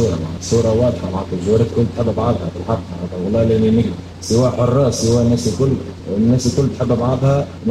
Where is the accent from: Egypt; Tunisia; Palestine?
Tunisia